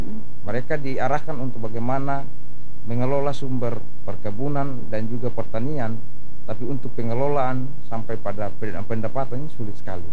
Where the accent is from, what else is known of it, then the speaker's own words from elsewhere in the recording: Alor, East Nusa Tenggara, Indonesia; moved away as an adult; Kalau saya kampungnya di Uskan, tepatnya di Uskan, okay. Desa Halerman, Kecamatan Alor Barat Daya.